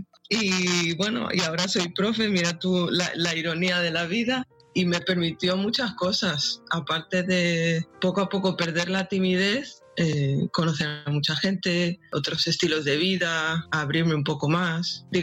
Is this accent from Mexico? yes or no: no; Spain; born there; mi pueblo está en la frontera con Portugal y solo cruzar la frontera ya me parecía algo exótico